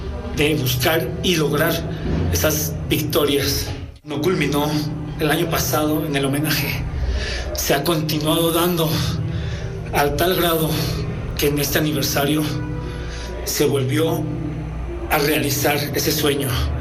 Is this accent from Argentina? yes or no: no; Mexico; Los luchadores mexicanos